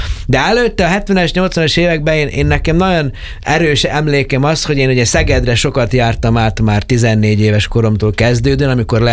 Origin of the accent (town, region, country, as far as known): Horgoš, Vojvodina, Serbia; born or raised there; moved away